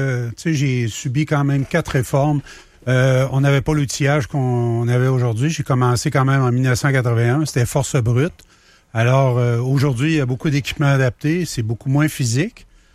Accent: Sacré-Cœur, Quebec, Canada; moved away as an adult; je suis originaire de la Côte-Nord. Je viens tout simplement du village de Sacré-Cœur. Là. C'est la jonction là, pour la route de Tadoussac, pour le petit parc de Chicoutimi. Excellent bled.

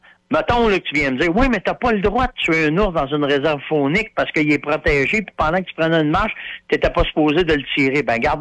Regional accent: Canada

